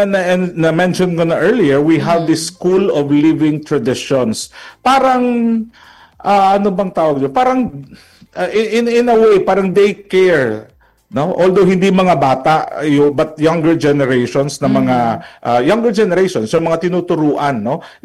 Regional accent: Soccsksargen, Philippines; Kasi nga, ang biruan na lang dito diyan sa amin sa Mindanao, ang problema kasi nga

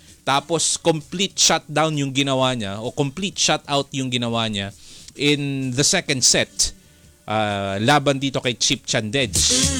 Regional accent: Oriental Mindoro, Philippines; Yung hometown ko mga isa't kalahating oras away from Puerto Galera.

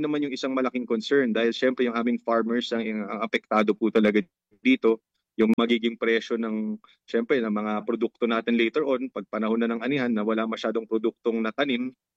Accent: Echague, Cagayan Valley, Philippines; inaantay na po namin yung tag-ulan sa probinsya namin sa Isabela.

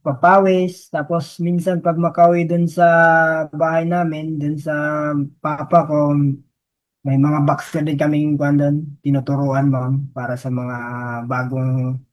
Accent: Polomolok, Soccsksargen, Philippines; Taga Kasaba, Maligo, Pulungulok, South Cotabato. 14 kaming magkakapatid, ma'am.

